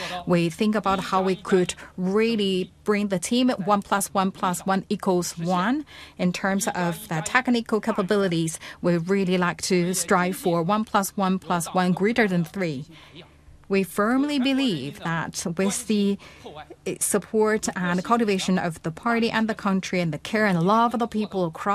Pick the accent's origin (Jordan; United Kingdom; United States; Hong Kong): Hong Kong; For me, growing up in Hong Kong, the Lion Rock spirit has long been engraved in my heart.